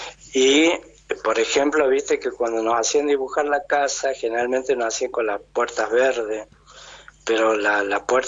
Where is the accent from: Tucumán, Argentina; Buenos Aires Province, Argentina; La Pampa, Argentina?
Tucumán, Argentina; Tafí Viejo; also born or lived in Córdoba; yo nací en Tafí Viejo, bueno, estudié en Córdoba, ahora estoy en Tucumán, pero sí. Soy de acá, de Tucumán.